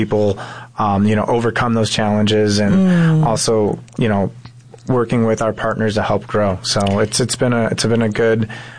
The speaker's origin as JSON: {"language": "English", "town": "Chicago", "region": "Illinois", "country": "United States", "tie": "born or raised there", "said": "Yes. One of seven children. You know, I grew up in the north side in the Jefferson Park area."}